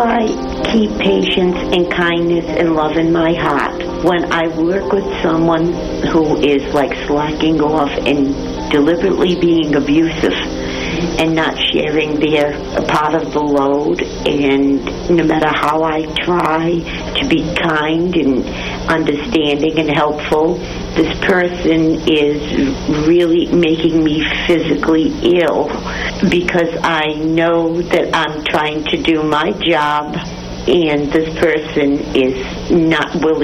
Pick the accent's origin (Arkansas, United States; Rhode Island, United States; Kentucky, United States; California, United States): Rhode Island, United States; I'm from Rhode Island.